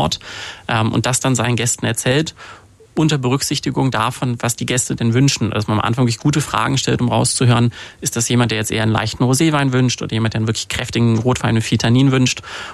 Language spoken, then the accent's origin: German; Cologne, North Rhine-Westphalia, Germany; Ich komme aus Köln, das ist eine Stadt, die eher für Bier als für Wein bekannt ist.